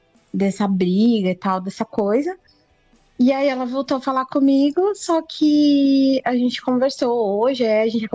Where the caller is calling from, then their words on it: São Paulo, Brazil; Eu sou da região sul de São Paulo.